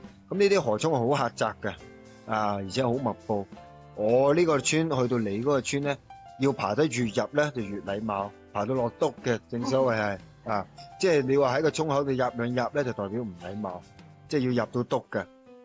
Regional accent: Guangdong, China

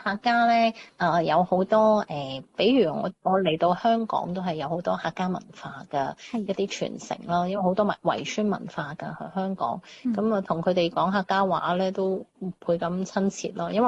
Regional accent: Guangzhou, Guangdong, China; moved away as an adult; now in Hong Kong; 土生土長嘅廣州人，咁就喺廣州就過咗好多好多好難忘嘅中秋同埋童年啦。

